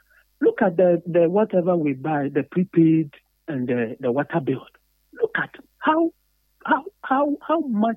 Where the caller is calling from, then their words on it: Takoradi, Western Region, Ghana; I'm in Takoradi.